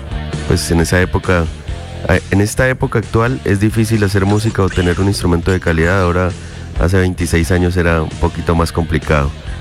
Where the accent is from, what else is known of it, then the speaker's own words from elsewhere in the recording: Leticia, Amazonas, Colombia; born there; yo nací en Leticia, mi madre es brasilera, de un lugar llamado Yutaí, que queda a 2 días en barco desde Leticia, por la Amazonía brasilera. Mi padre es de Leticia.